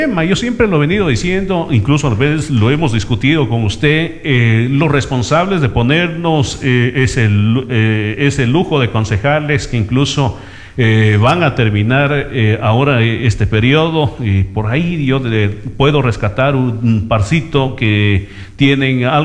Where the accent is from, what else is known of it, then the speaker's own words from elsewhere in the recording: Loja, Ecuador; Eso no nos puede volver a pasar como lojanos.